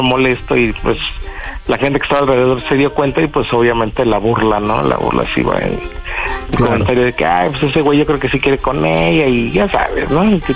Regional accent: Mexico City, Mexico; Soy de la Ciudad de México y tengo 39 años.

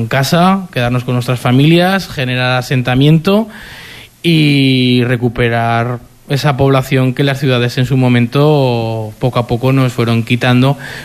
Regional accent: Zaragoza, Aragon, Spain; born there; yo quería quedarme afincado ya en Zaragoza, quería quedarme afincado en mi pueblo, quería vivir en el pueblo

